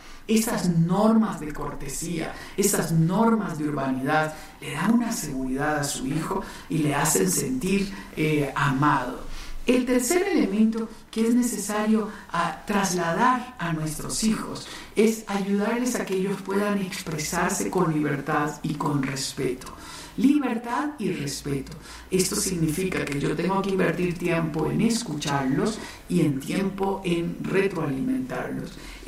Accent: Guanacaste, Costa Rica; born there; desde Guanacaste, mi tierra natal en Costa Rica

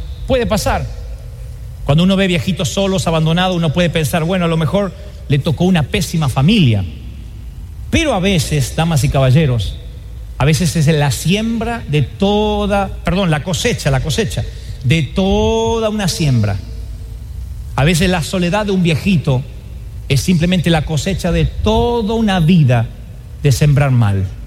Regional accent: Argentina; moved away

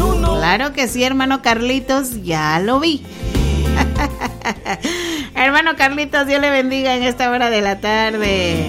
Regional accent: Guatemala; Somos de Guatemala. La tierra del frijolito y las tortillas calientes.

